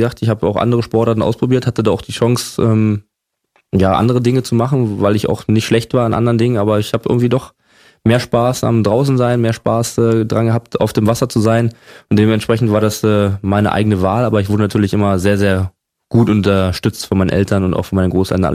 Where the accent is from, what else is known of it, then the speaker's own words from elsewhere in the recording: Berlin, Germany; Ich bin ja in Spandau groß geworden und das heißt, muss man jetzt noch sagen, im Westsystem eigentlich, da gab es keine Sportschule in dem Sinne.